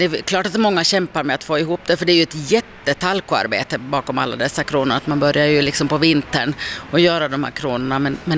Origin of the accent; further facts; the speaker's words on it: Åland, Finland; och ändå lite så här säregna som vi ålänningar kanske är.